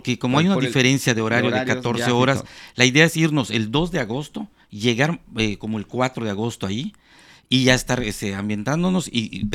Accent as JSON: {"language": "Spanish", "region": "Yucatán", "country": "Mexico", "said": "tenemos la combinación de maya, somos orgullosos, yucatecos y todo."}